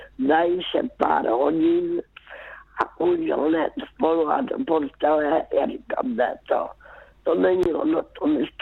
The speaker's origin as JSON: {"language": "Czech", "town": "Karolinka", "region": "Zlín Region", "country": "Czechia", "tie": "born there", "said": "jezdívala jsem zpátky do Karolinky, zpátky to mého rodiště"}